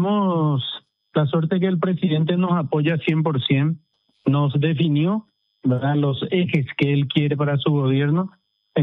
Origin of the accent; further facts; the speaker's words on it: Paraguay; como todo paraguayo de bien